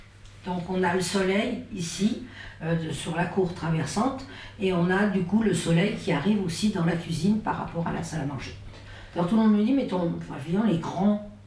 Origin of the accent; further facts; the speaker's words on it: Champigny-sur-Marne, Île-de-France, France; Je suis née à la Cité Jardin, dans l'autre cour, donc au domicile de mes parents.